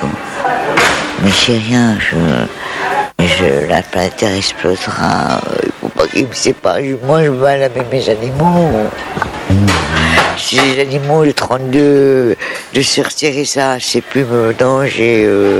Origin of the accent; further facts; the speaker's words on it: Denmark; Je suis de loin, quoi. Ouais. Je suis du Danemark.